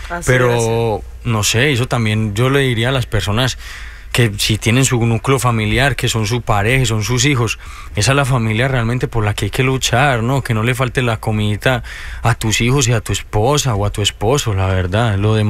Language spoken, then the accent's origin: Spanish; Colombia; moved away; also born or lived in United States; Yo salí de Colombia buscando el oro en otros lugares y ya quizás pasé mucho tiempo afuera, y cuando me di cuenta era demasiado tarde y quise regresar a mis raíces